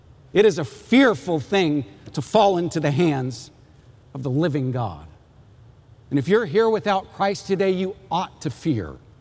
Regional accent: Texas, United States; Well, I grew up in West Texas

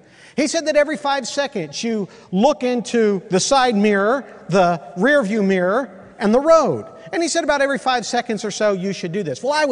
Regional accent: Ohio, United States; when I was growing up in Ohio

